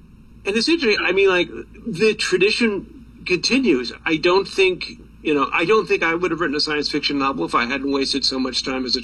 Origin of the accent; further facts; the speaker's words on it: Long Island, New York, United States; I grew up on Long Island